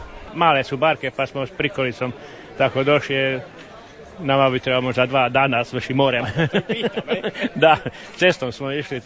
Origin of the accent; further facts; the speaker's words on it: Selce, Primorje-Gorski Kotar County, Croatia; Mi smo tamo sa Kvarnera iz Selca, predstavljamo jedričac klub Selce.